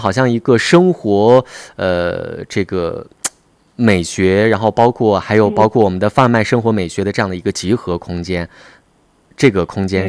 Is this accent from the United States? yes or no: no; Xinjiang, China; accent: Xinjiang dialect; 用我们新疆话说跟闺蜜倒四费呀